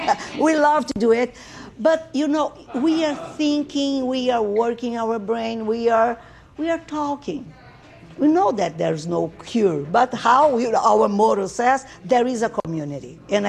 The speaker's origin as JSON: {"language": "English", "country": "Brazil", "second_language": "English", "moved": "as an adult", "said": "I came from Brazil 4 years ago. And there, I was a psychologist. I worked there."}